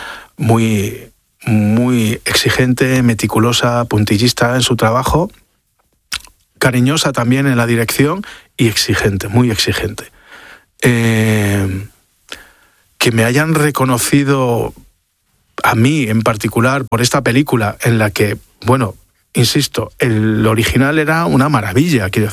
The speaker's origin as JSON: {"language": "Spanish", "town": "Avilés", "region": "Asturias", "country": "Spain", "lives_now": "Madrid, Spain", "said": "Bueno, en aquel momento en Avilés, yo soy de Avilés, muy, me siento muy avilesino. No tenía posibilidad de trabajar como actor"}